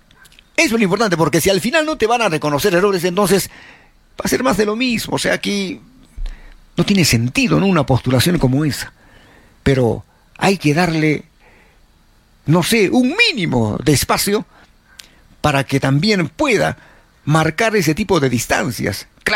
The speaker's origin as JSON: {"language": "Spanish", "region": "Arequipa", "country": "Peru"}